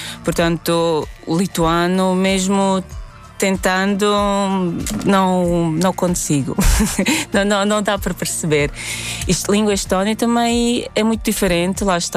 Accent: Latvia; first language Latvian; Portuguese is a second language; Letão, claro, língua materna.

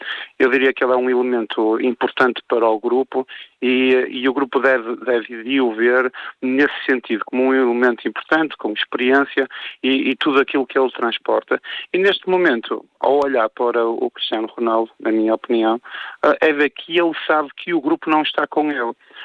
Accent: Portugal

